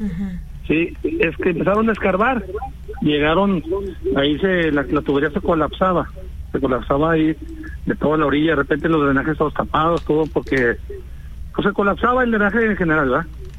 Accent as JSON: {"language": "Spanish", "town": "Monclova", "region": "Coahuila", "country": "Mexico", "said": "Aquí no sé dónde, en la ciudad de Monclova, no, somos de Monclova."}